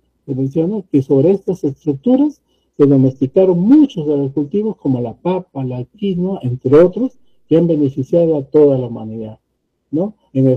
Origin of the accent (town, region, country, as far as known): Peru